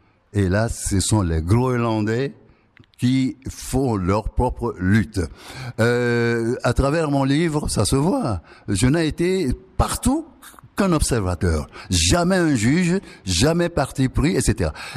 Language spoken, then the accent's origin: French; Togo; moved away; j'ai quitté le Togo comme pays colonisé. Et quand je suis revenu 12 ans plus tard dans ce pays indépendant, je ne comprenais pas. On m'a dit que mon pays était indépendant